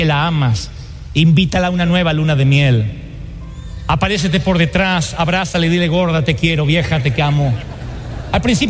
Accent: Argentina; moved away

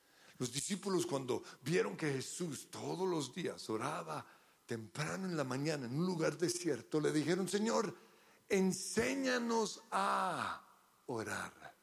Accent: Australia; accent: Colombian; also born or lived in Colombia; pero yo soy australiano, ¿no? Yo hablo como colombiano, pero soy australiano, de esos blancos horribles, sí, ese soy yo.

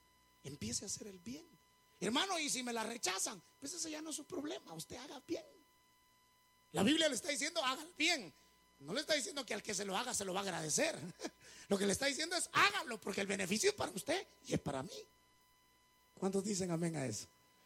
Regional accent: Zacapa, Guatemala; yo soy de Zacapa, tierra caliente.

